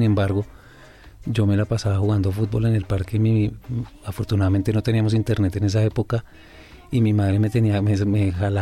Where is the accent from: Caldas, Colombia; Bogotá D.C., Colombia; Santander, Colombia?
Bogotá D.C., Colombia; Bogotá; Yo nací en la ciudad de Bogotá. Mis padres también bogotanos, mi mamá familia bayuna caleña y bueno, sí, 100% rolo, pero también calentano de ratos, no me amaño en el frío, pero me encanta Bogotá.